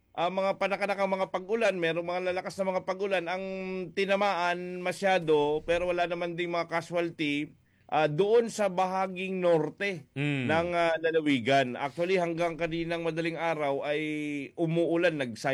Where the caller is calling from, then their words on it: Mimaropa, Philippines; Dito sa amin sa lalawigan ng Palawan